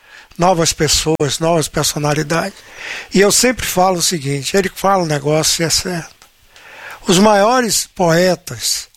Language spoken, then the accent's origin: Portuguese; Minas Gerais, Brazil; now in Bahia, Brazil; Todo mundo sabe que eu sou mineiro, né? Mas minha família é baiana.